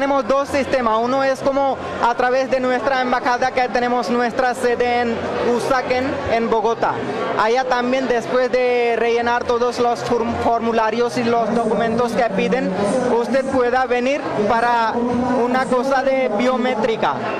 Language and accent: Spanish; India